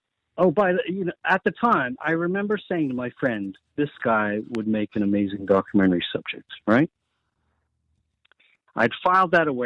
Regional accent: Toronto, Ontario, Canada; now in United Kingdom; See, I grew up in Toronto, just north of Toronto, and one of my oldest best friends, when I moved to the UK, he moved out to Halifax.

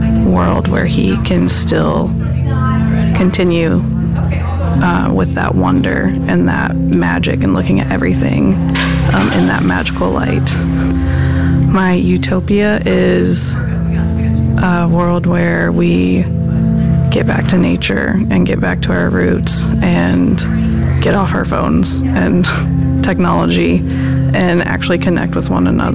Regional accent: Indianapolis, Indiana, United States; I'm from Indianapolis, born and raised in Indianapolis.

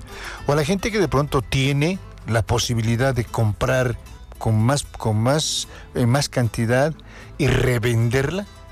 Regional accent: La Paz, Bolivia; No, yo soy boliviano, soy paseño y vivo aquí en un barrio. Por tanto, conozco las necesidades de la gente que es igual que yo, que viene de un barrio popular.

